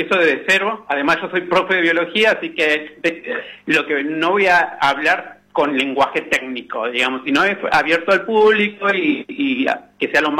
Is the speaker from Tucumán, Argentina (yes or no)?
yes; Tucumán, Argentina; por lo menos en el norte, no dije, pero yo soy de Tucumán